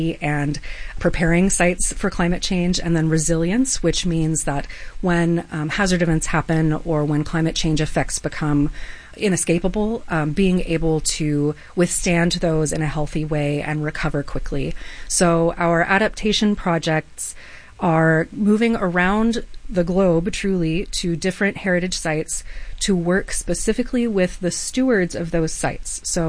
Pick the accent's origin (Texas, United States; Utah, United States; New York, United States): Texas, United States; So I am from Texas originally, and I'm 7th or 8th generation Texan.